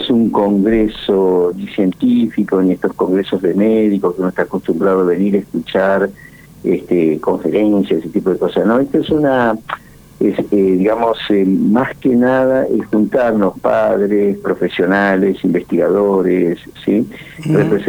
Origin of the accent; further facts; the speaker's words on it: Villa Guillermina, Santa Fe, Argentina; moved away; yo soy de Villa Guillermina, nací en Villa Ana, así que soy coprovinciano de ustedes.